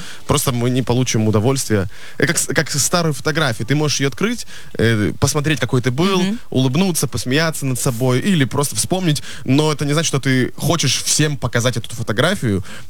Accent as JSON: {"language": "Russian", "town": "Kurakhove", "region": "Donetsk Oblast", "country": "Ukraine", "tie": "born or raised there", "moved": "yes", "said": "это было в Курахово. В нашем родном городе."}